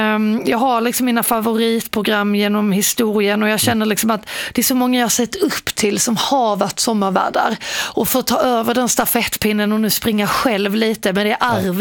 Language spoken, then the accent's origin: Swedish; Båstad, Skåne, Sweden; Jag kommer ju från Båstad, där det är väldigt populärt med tennis